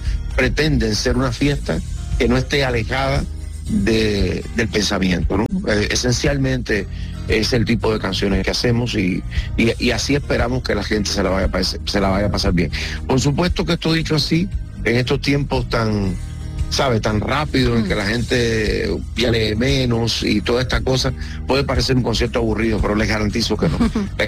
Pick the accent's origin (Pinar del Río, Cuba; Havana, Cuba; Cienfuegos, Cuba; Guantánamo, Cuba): Guantánamo, Cuba; Esencialmente eso es … un dueto que no somos habaneros, somos de Guantánamo, de la región más oriental de Cuba